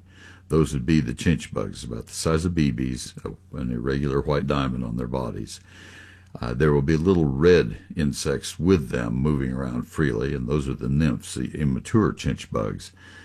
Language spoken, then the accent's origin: English; College Station, Texas, United States; also born or lived in Ohio; I grew up in College Station.